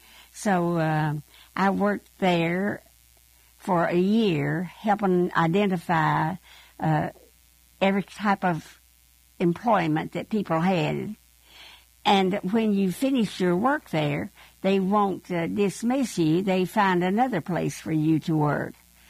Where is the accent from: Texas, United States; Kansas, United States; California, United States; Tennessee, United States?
Tennessee, United States; Elizabethton; I grew up in Elizabethton. My childhood was a happy one because we had 8th Street behind G Street, and we had a lot of playmates.